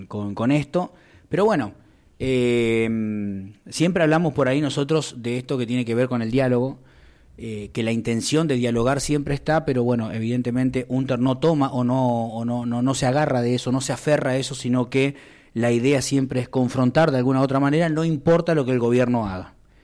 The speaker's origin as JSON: {"language": "Spanish", "country": "Argentina", "said": "nosotros como argentinos"}